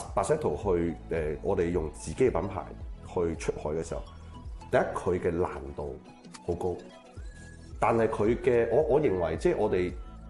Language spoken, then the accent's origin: Cantonese; China; 原來我哋中國人可以做到咁嘅嘢，即係呢個我係覺得好 proud 嘅。